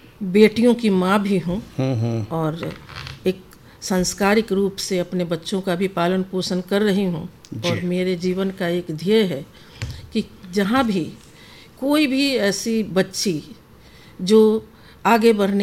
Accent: Madhubani, Bihar, India; now in Darbhanga, India; मैं यहाँ रहने वाली तो मधुबनी की हूँ।

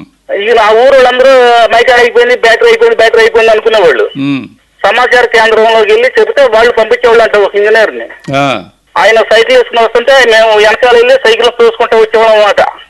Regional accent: Andhra Pradesh, India; born or raised there; now in Machilipatnam, India

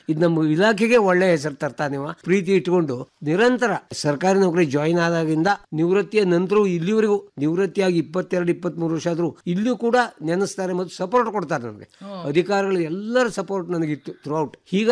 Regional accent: Sirsi, Karnataka, India; also born or lived in Manjuguni; ನಾನು ಮೂಲತಃ ಉತ್ತರ ಕನ್ನಡ ಜಿಲ್ಲೆಯ ಶಿರಸಿಯ ಅಲ್ಲಿ ಶ್ರೀಕ್ಷೇತ್ರ ಮಂಜುಗುಣಿಯವನು. ಬಹುಶಃ ನಾನು ಹುಟ್ಟಿದ ಮಲೆನಾಡಿನ ಪ್ರಭಾವವೋ ಏನೋ

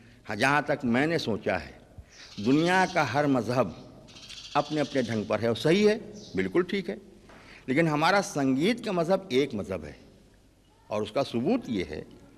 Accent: Varanasi, Uttar Pradesh, India; जैसे हमारी बोली है, अब हम हमारे बनारस के बोले कहा भैया कहाँ से आवत हुआ, कहाँ जात हुआ

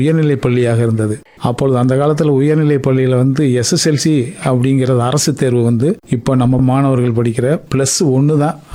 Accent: Sholavandan, Tamil Nadu, India; என்னோட சொந்த ஊர் சோழவந்தான். என் கூட பிறந்தவங்க 7 பேர்.

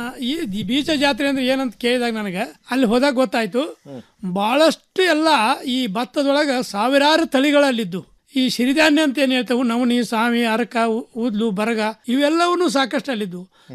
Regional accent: Gundenahatti, Karnataka, India; ನಾನು ಬೆಳಗಾವಿ ಜಿಲ್ಲೆ ಖಾನಾಪುರ ತಾಲೂಕಿನ ಗುಂಡೇನಟ್ಟಿ ಗ್ರಾಮ.

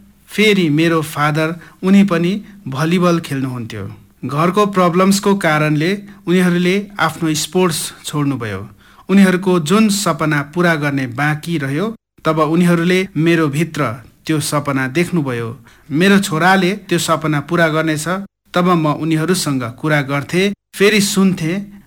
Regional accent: India; हाम्रो इन्डियाको कल्चर हो

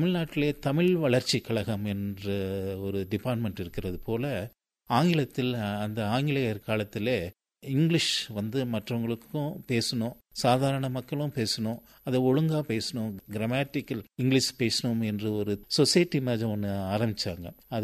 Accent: Lovedale, Tamil Nadu, India; உலக பிரசித்தி பெற்ற ஸ்கூல் அது. அப்பேற்பட்ட இடத்திலே நான் பிறந்து வளர்ந்து

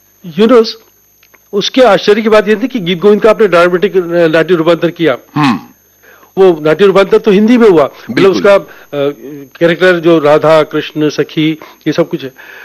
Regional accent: Jaipur, Rajasthan, India; जयपुर मेरे लिए पूरा खुला मंच था

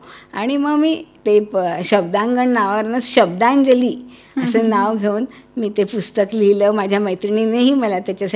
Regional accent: Bhusawal, Maharashtra, India; moved away as an adult; now in Dhule, India; माझं बालपण भुसावळ.

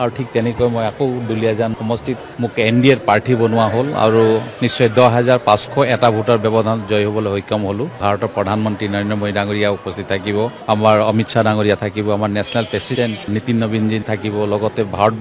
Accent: Assam, India; মই নিজকে এজন অসমীয়া হিচাপে পৰিচয় দি ভাল পাওঁ আৰু মই এজন অসমীয়া হিচাপে সকলো জাতি জনগোষ্ঠীৰ কাৰণে কাম কৰিম।

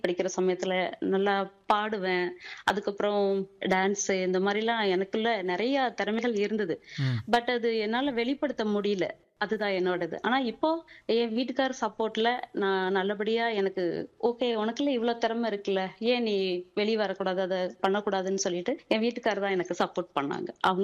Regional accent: Kallipatti, Tamil Nadu, India; born there; now in Govindapuram, Dindigul, India; நான் பிறந்தது வந்து கள்ளிப்பட்டி. நான் ஒரு கிராமத்துலதான் பிறந்தேன். ஆமா, கிராமத்துலதான் பிறந்தேன்.

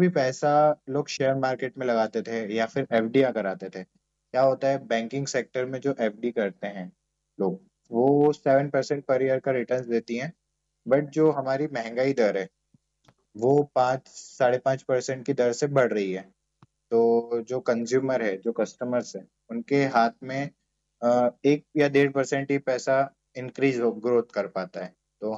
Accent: Khandwa, Madhya Pradesh, India; और खंडवा बेसिकली मेरा home town भी है, इसलिए मैं कंपनी की शुरुआत मेरे होम टाउन से ही करना चाह रहा था।

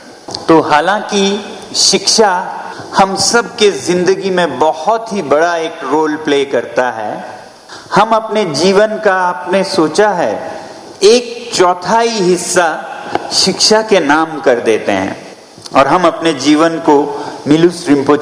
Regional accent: Ladakh, India; हम सुदूर पश्चिम हिमालय से हैं, लद्दाख फार वेस्टर्न एंड

